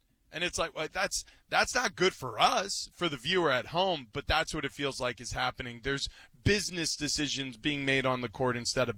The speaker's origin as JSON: {"language": "English", "region": "New York", "country": "United States", "tie": "born or raised there", "said": "I grew up in New York, you know, so I've got buddies who have, you know, not only big interest in the series just from lifelong patronage to Madison Square Garden"}